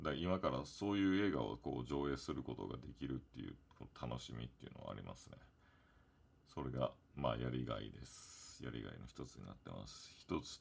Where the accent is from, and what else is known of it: Okinawa, Japan; born or raised there; moved away